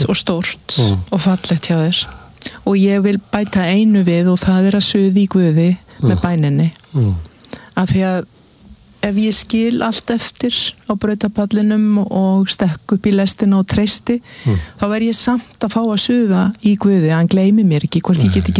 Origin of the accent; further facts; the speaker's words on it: Akureyri, Northeastern Region, Iceland; Fæðst og verið uppalinn og gengið í skóla kerfið á Akureyri.